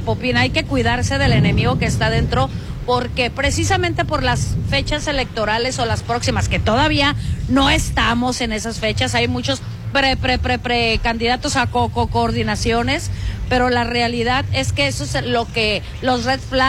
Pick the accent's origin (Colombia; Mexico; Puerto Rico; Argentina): Mexico; como buenos mexicanos a veces concluimos